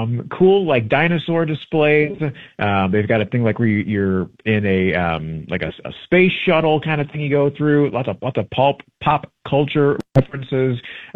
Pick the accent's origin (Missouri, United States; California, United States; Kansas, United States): Missouri, United States; St. Louis; One of them, my hometown, St. Louis, Missouri, the City Museum.